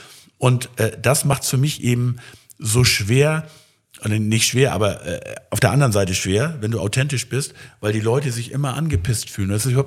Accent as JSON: {"language": "German", "town": "Schleswig", "region": "Schleswig-Holstein", "country": "Germany", "tie": "born there", "said": "Ich komme ja aus Schleswig, also ich bin ja geboren in Schleswig."}